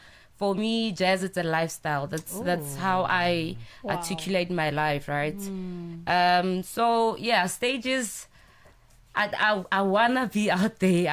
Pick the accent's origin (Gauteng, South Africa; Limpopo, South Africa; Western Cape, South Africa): Gauteng, South Africa; Pretoria; I grew up in Mums, right? And in Mamelodi